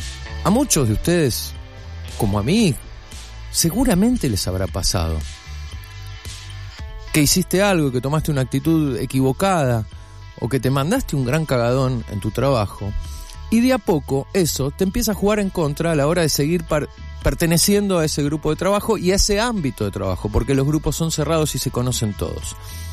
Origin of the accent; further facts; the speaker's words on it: Argentina; cómo desarrollar un anticuerpo como argentinos